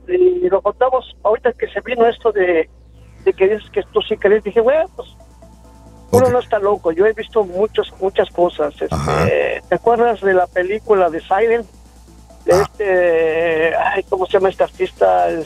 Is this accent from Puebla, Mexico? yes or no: yes; Puebla, Mexico; now in Los Angeles, United States; Yo soy de México, soy de Puebla.